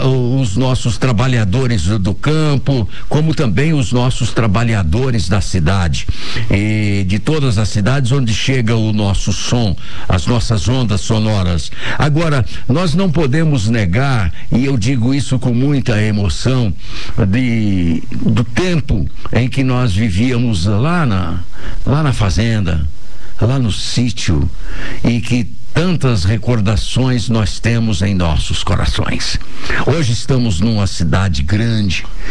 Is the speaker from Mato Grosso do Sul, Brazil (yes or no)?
yes; Bandeirantes, Mato Grosso do Sul, Brazil; now in Campo Grande, Brazil; hoje eu estou aqui na cidade grande também ouvindo você. Então, me lembra também a infância da gente lá em Bandeirantes, minha terra natal.